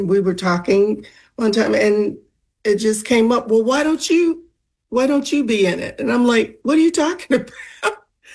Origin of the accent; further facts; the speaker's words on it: Florida, United States; my own growing up in Northwest Florida